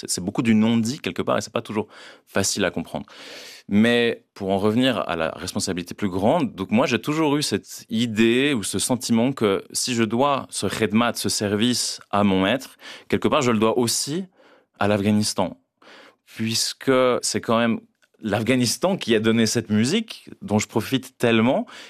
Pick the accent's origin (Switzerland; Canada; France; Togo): Switzerland; born there; quand moi je suis né en Suisse